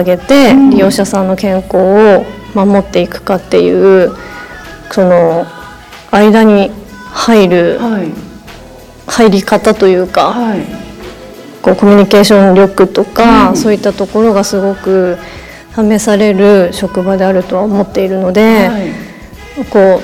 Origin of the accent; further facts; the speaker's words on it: Yuzawa, Akita, Japan; 私ずっと湯沢市で生まれて湯沢市で育ってきたんですが